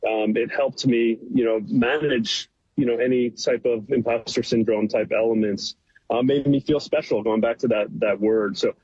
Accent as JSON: {"language": "English", "town": "Baltimore", "region": "Maryland", "country": "United States", "tie": "born or raised there", "lives_now": "Philadelphia, United States", "said": "Yeah, so I live in suburban Philadelphia now, but I grew up in Baltimore."}